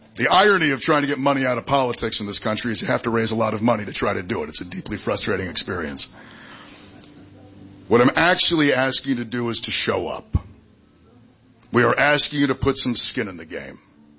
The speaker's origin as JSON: {"language": "English", "town": "Blue Hill", "region": "Maine", "country": "United States", "tie": "born or raised there"}